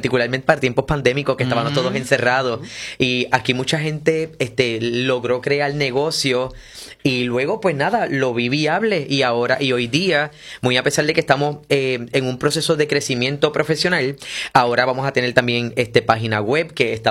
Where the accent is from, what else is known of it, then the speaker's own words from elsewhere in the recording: Morovis, Puerto Rico; soy criado y nacido en Morovi.